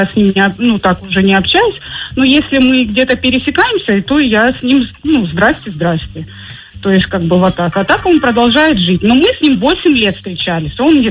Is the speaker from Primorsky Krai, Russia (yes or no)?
yes; Primorsky Krai, Russia; То есть, как бы, мы из Приморского края. И Владивосток за тебя.